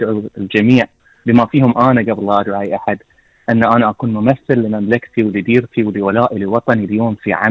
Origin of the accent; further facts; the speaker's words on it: Bahrain; born there; also born or lived in Isa Town; مدرسنا وتعلمنا وربينا في فرجان المحرق وربينا في فرجان مدينة عيسى وربينا في هالديرة اللي نفري ترابها.